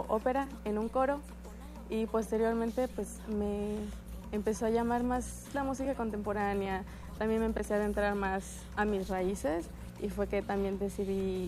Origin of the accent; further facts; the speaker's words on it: Mérida, Yucatán, Mexico; soy cantautora del sureste de México, vengo de Mérida, Yucatán, tengo 26 años.